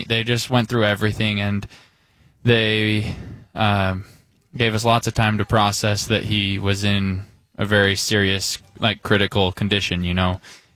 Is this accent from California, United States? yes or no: no; Utah, United States; also born or lived in Cache Valley; now in Sandy, United States; We're from Utah, yeah.